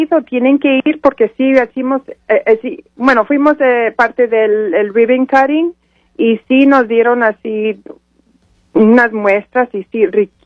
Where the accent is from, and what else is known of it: Mexico